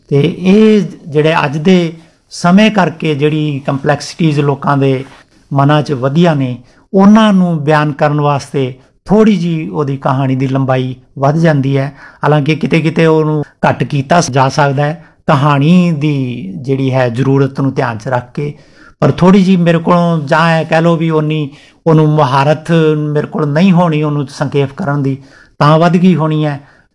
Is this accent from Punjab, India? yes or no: no; Rajasthan, India; first language Rajasthani; Punjabi is a second language; ਮੈਂ ਸਿੱਧਾ ਰਾਜਸਥਾਨੀ 'ਚ ਕੀਤਾ ਕਿਉਂਕਿ ਮੇਰੀ ਮਾਂ ਬੋਲੀ ਰਾਜਸਥਾਨੀ ਹੈ